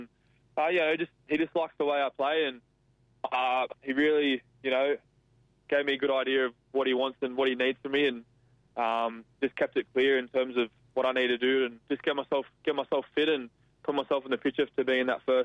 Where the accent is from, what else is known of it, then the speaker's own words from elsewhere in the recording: Penrith, New South Wales, Australia; I'm a kid from Penrith, an hour out from the closest beach.